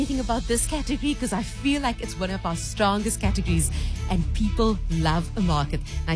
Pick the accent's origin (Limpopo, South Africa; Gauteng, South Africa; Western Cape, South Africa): Western Cape, South Africa; Somerset West; you know I'm from Somerset West. That's all I'm going to say.